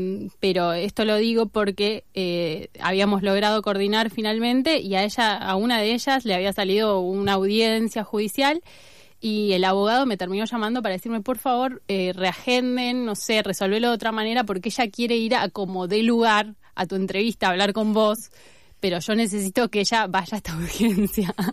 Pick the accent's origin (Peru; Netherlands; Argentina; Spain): Argentina; born there; como yo que nací acá